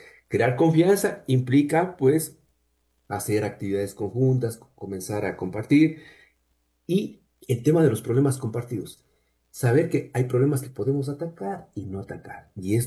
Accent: Cuenca, Azuay, Ecuador; estoy yo en este caso, y notarás por mi acento, desde Cuenca he podido trabajar con países de España, Colombia, Israel

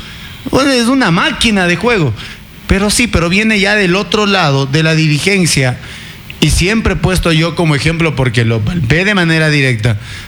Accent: Ecuador

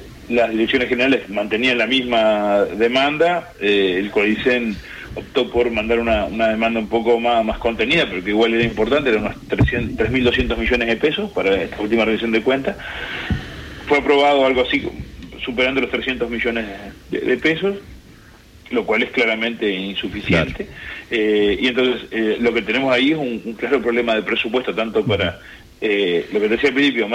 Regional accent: Cerro Largo, Uruguay; now in Rivera, Uruguay; Sí, soy nacido en Cerro Largo, hice toda la educación. Primaria, media, empecé profesorado en el IFD, pero después terminé en el CER.

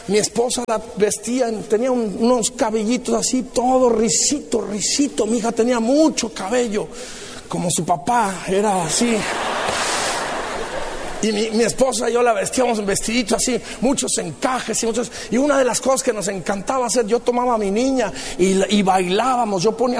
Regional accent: Mexico

